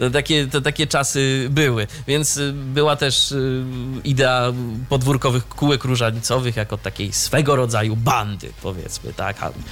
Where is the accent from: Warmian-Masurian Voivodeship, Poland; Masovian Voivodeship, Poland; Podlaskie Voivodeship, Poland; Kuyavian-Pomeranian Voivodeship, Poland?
Warmian-Masurian Voivodeship, Poland; Iława; w moim rodzinnym mieście w Iławie